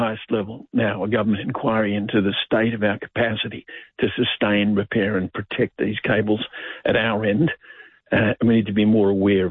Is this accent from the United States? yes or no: no; Australia; As an Australian, you want to understand where we're at, read the report from the ANU.